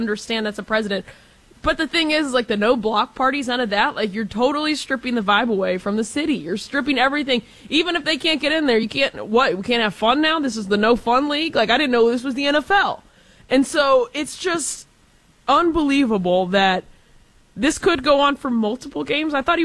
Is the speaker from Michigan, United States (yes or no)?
no; Austin, Texas, United States; By the way, guys, I'm from Austin, Texas, so that's, you know, I can...